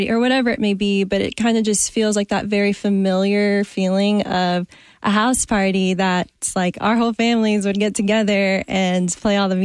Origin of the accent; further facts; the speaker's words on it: Nashville, Tennessee, United States; My family's from Mexico, and I grew up here in Nashville